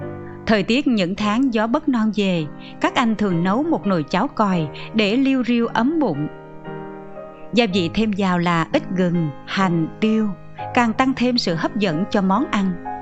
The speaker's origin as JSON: {"language": "Vietnamese", "area": "Hon Son island", "region": "Kien Giang", "country": "Vietnam", "tie": "born or raised there", "said": "Du lịch Hòn Sơn phát triển nhanh chóng, lượt du khách đến hòn đảo quê tôi ngày càng tăng."}